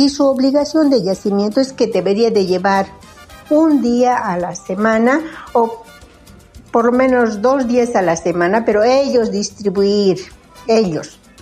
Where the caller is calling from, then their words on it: Bolivia; como bolivianos que somos